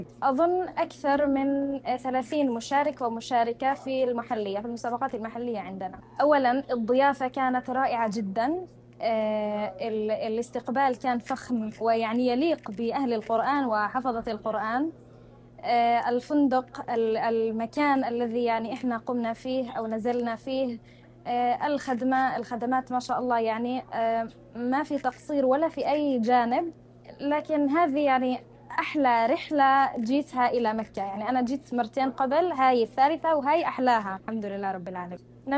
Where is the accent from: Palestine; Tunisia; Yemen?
Palestine; هذه المرحلة تقام عندنا في فلسطين مسابقة محلية، مسابقة الأقصى، يتم فيها المشاركة من جميع المدن في فلسطين